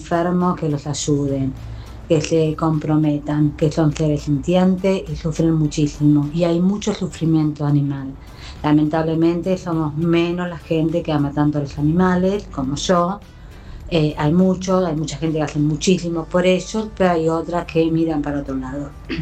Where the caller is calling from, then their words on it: Buenos Aires, Argentina; Soy de Caballito